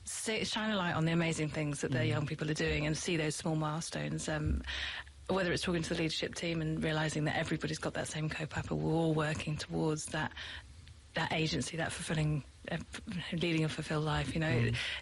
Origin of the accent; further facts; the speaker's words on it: United Kingdom; moved away as an adult; now in New Zealand; So clearly my accent is not a Kiwi accent, so I'm from the UK. We moved out here 2026 to New Zealand.